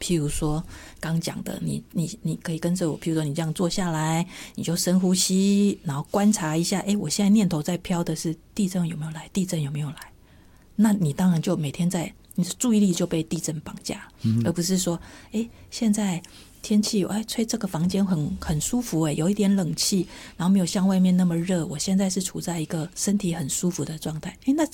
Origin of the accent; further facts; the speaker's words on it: Taiwan; 我们台湾人有一种想法，